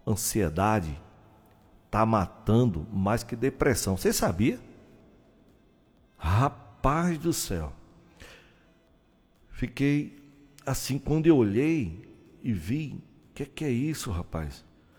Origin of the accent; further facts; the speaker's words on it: Brazil; eu sou brasileiro